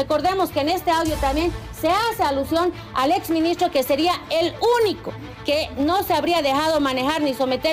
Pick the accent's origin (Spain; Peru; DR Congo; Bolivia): Bolivia; le pido como ciudadana boliviana, como parlamentaria, que le hable con la verdad a la población boliviana.